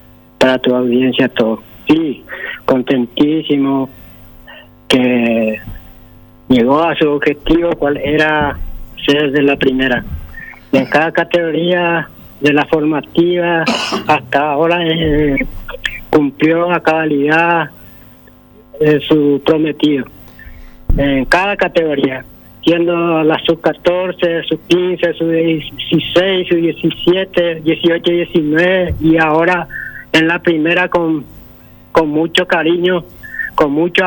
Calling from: Caacupé, Cordillera, Paraguay; Aquí de Cacupé somos

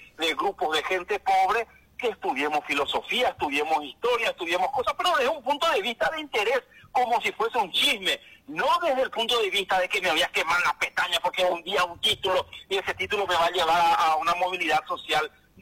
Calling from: Paraguay; que tenemos que ir combatiendo los paraguayos.

